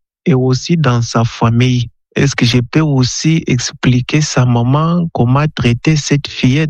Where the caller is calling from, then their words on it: DR Congo; de la République démocratique du Congo. Je reste dans un milieu qui est rural.